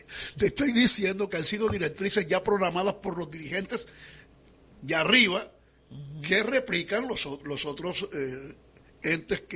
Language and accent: Spanish; Barranquilla, Atlántico, Colombia; now in Valencia, Spain; le dije, Carlos, vengo de Barranquilla, estoy aquí en Valencia